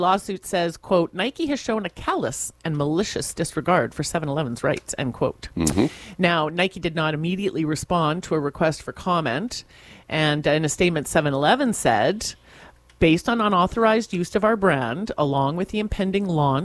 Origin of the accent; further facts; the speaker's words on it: Winnipeg, Manitoba, Canada; moved away; Now, growing up in Winnipeg, I am a Slurpee, dare I say, connoisseur.